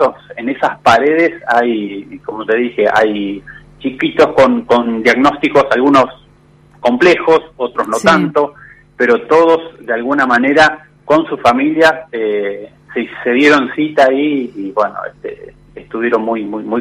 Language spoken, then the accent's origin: Spanish; Argentina; nos ha quedado como argentinos, una sensación de no abandonar